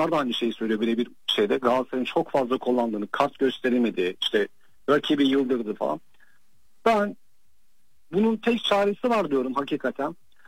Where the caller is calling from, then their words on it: Istanbul, Turkey; İstanbul'dan.